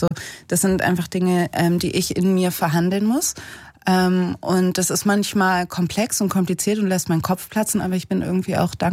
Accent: West Germany, Germany; Ich bin Kind der in den 90er Jahren groß geworden in Westdeutschland.

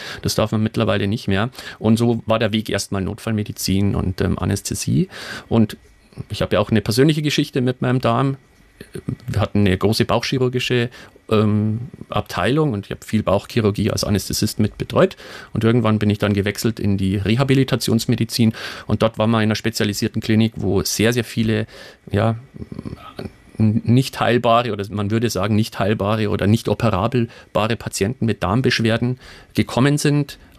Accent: Bavaria, Germany; Und klar, wir sind relativ schnell beim Du in Bayern

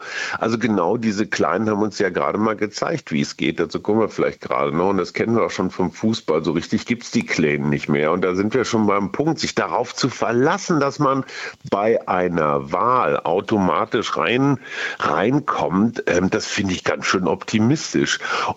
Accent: Germany

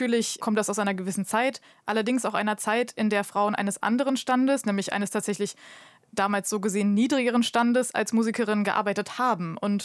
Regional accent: Dortmund, North Rhine-Westphalia, Germany; Und wir sind ziemlich eigentlich in der Oper in Dortmund aufgewachsen

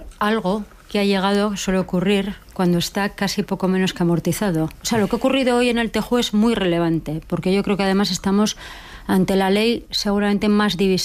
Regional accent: Basque Country, Spain; Esa acusación ha sido reiterada en mi tierra de la izquierda abertzale con los procedimientos abiertos por la vinculación por el terrorismo con ETA.

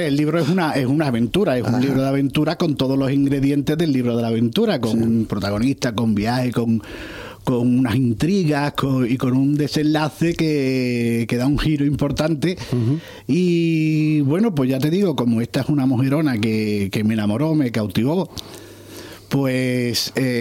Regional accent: Cádiz, Andalusia, Spain; Tiene toque de humor, porque yo soy un escritor gaditano y entonces no lo puedo remediar.

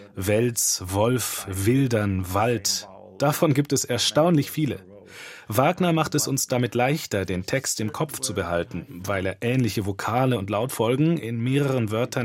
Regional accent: southern Sweden, Sweden; German is a second language; In meiner Heimat an der südschwedischen Küste weht immer ein Wind, selbst dann, wenn offiziell Windstille herrscht.

